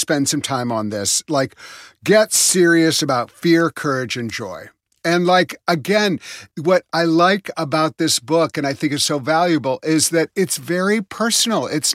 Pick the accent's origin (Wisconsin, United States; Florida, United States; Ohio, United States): Wisconsin, United States; Madison; I grew up in Madison, Wisconsin. You know, we were all commies there